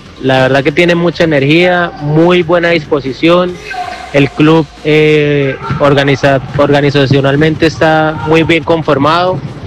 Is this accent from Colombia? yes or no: yes; Colombia; moved away; Hola, mucho gusto. … soy de Colombia